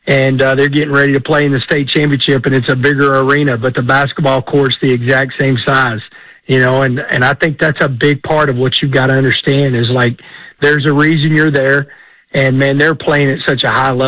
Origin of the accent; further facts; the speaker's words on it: Texas, United States; I'm a Texan through and through